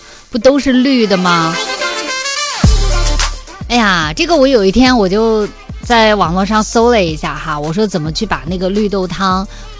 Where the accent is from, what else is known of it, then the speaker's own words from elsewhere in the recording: Henan, China; now in Hainan, China; 在我们河南老家